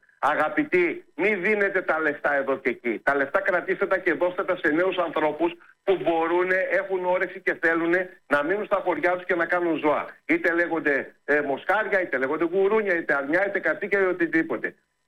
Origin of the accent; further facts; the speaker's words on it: Epirus, Greece; οι μικρές παραγωγές που ξέραμε εμείς που μεγαλώσαμε στην Ήπεθρο